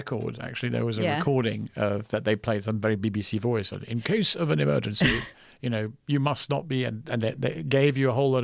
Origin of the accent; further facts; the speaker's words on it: London, United Kingdom; moved away; in England, where I grew up in London